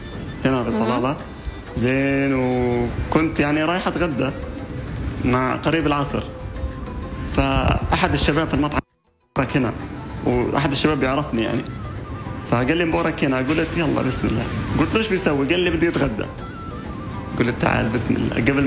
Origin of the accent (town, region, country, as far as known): Gaza, Gaza Strip, Palestine; now in Amman, Jordan